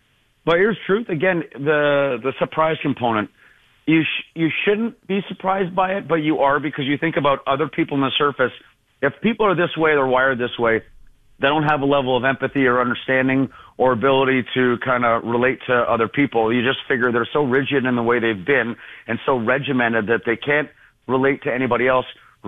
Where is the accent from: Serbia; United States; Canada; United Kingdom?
Canada; Manor Park, Ontario; I didn't grow up bougie. I grew up in Manor Park. I grew up in Manor Park.